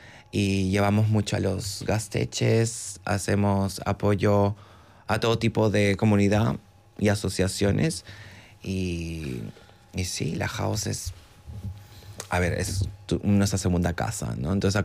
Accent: Lima, Peru; A ver, yo vengo de Lima, Perú. Uh-huh. Mi familia es mitad peruana y mitad argentina, pero siempre hemos residido en Lima.

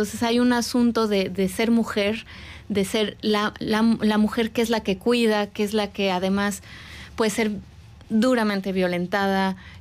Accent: Veracruz, Mexico; now in Oaxaca, Mexico; Yo soy del estado de Veracruz y ahora vivo en el estado de Oaxaca.

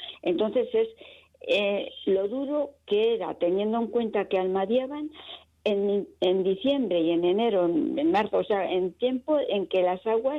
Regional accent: Burgui, Navarre, Spain; Sí, soy de Burgui, sí.

